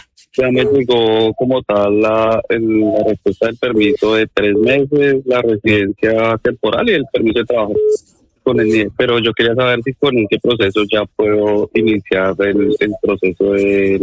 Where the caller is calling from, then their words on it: Madrid, Community of Madrid, Spain; de Madrid.